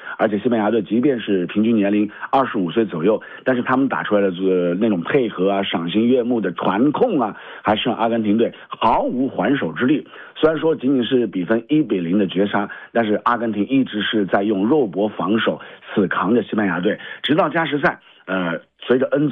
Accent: Hunan, China; 我们湖南人的世界杯

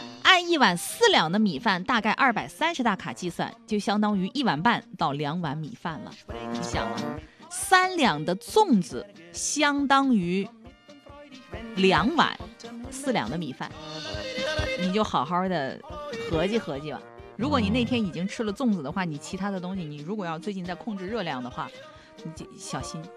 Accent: Hunan, China; 作为一个湖南人

